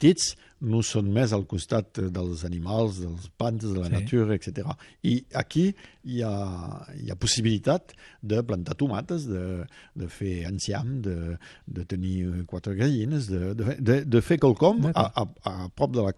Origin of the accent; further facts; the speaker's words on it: Fourques, Occitania, France; jo em vaig regalar a Forques, és el meu poble.